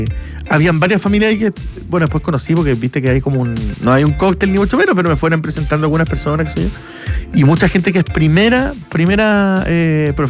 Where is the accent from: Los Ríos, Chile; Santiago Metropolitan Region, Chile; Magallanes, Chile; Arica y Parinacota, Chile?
Magallanes, Chile; Punta Arenas